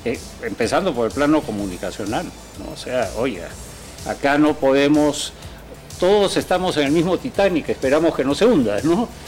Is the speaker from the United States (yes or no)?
no; Peru; Todos somos peruanos